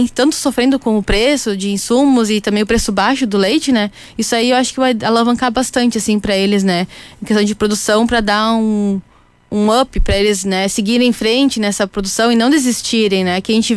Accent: Roca Sales, Rio Grande do Sul, Brazil; sou de Roca Salles, tá? Interior.

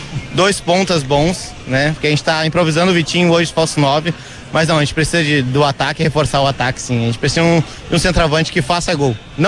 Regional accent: Porto Alegre, Rio Grande do Sul, Brazil; Aqui de Porto Alegre mesmo.

